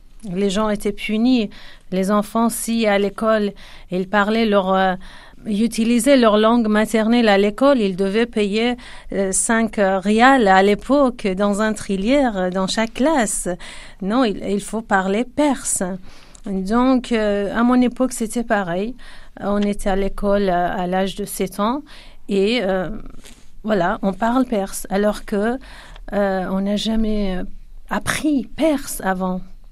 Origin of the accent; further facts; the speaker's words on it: Kurdistan, Iran; first language Kurdish; French is a second language; moved away as an adult; now in France; moi, je suis née en Iran, j'ai d'origine kurde.